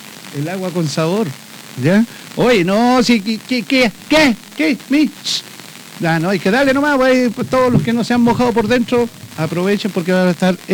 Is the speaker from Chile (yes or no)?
yes; Chile; Somos nosotros los chilenos.